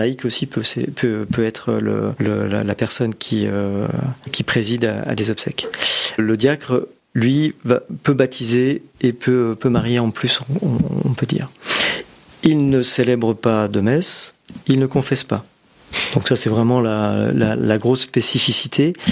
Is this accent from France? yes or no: yes; Melle, Nouvelle-Aquitaine, France; je suis originaire de Deux-Sèvres. Ouais, je suis né à Mel et mes parents sont originaires des Deux-Sèvres, mais cependant, ma maman est née à Mont, en Touraine